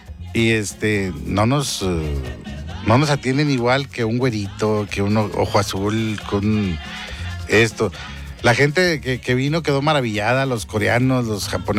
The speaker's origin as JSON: {"language": "Spanish", "region": "Nuevo León", "country": "Mexico"}